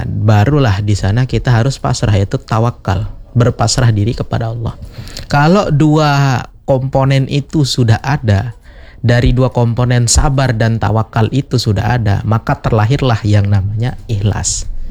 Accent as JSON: {"language": "Indonesian", "town": "Gerung", "region": "West Nusa Tenggara", "country": "Indonesia", "said": "di desa saya, yaitu Gerung ya."}